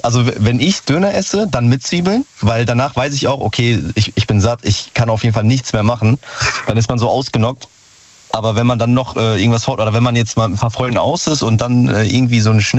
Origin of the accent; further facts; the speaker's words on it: Dortmund, North Rhine-Westphalia, Germany; Mitbekommen, dass wir sind aus der Nähe aus Dortmund.